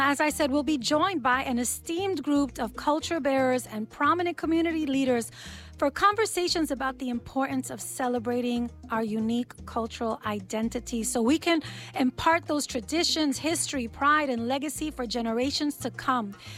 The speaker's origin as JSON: {"language": "English", "country": "United States", "tie": "born there", "said": "and I am half Puerto Rican on my father's side, and on my mother's side, I'm Ecuadorian and Colombian, and I was born here."}